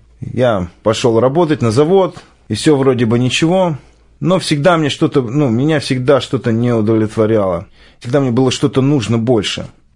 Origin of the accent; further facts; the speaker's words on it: Moscow, Russia; я из Москвы, а мне 33 года, совершенно недавно исполнилось